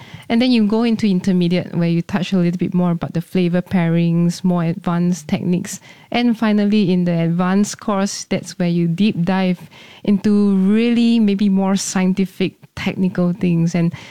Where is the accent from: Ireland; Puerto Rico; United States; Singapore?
Singapore; Because growing up in Singapore, we are very used to our kopi C, kopi O, and those coffees are a different character.